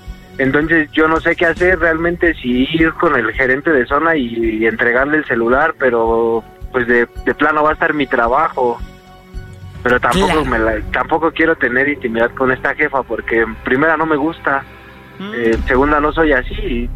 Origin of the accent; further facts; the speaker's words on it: Zumpango, State of Mexico, Mexico; Sí, soy de Zumpango.